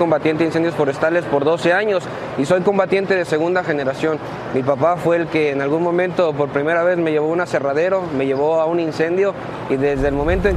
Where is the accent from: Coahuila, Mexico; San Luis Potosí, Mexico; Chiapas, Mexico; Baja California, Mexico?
Chiapas, Mexico; Yo soy del estado de Chiapas.